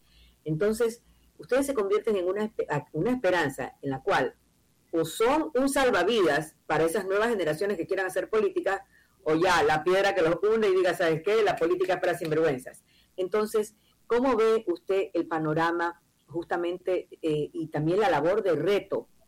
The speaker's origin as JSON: {"language": "Spanish", "country": "Ecuador"}